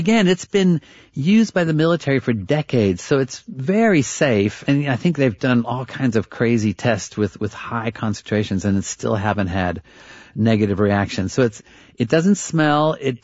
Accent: Oklahoma, United States; when I was growing up, I grew up in Oklahoma

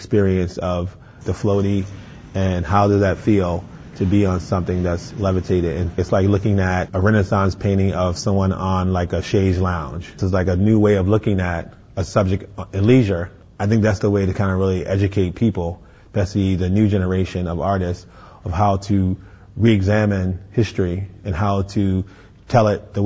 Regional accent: Baltimore, Maryland, United States; I'm from Baltimore, and I have a lot of great stories and memories of growing up in Baltimore.

